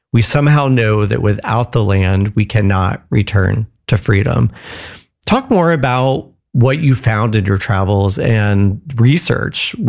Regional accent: Cowan, Indiana, United States; the creek near where I grew up out in Cowan, Indiana, No Name Creek

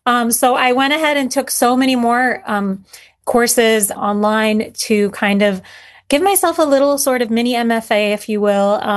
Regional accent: United States; born there; English is a second language; also born or lived in Syria; growing up in America, I'm not technically fully 100% Syrian. I'm, you know, going to school, I'm learning English. Definitely now English is my stronger language

